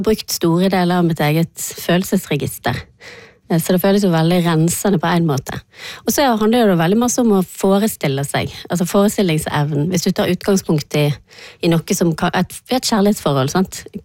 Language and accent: Norwegian; Vestland, Norway; born there; moved away; akkurat sånn som det var der jeg vokste opp, når jeg vokste opp der, det finnes jo ikke lenger.